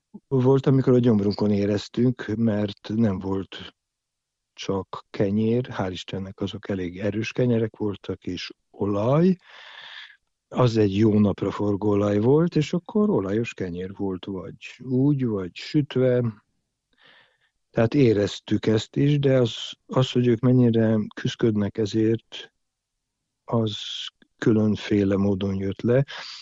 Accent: Dej, Cluj County, Romania; born or raised there

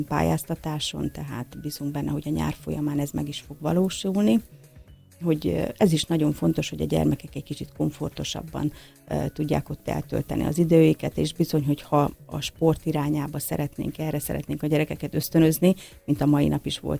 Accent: Astei, Zakarpattia Oblast, Ukraine; Én több mint 30 éve vagyok asztélyi lakos

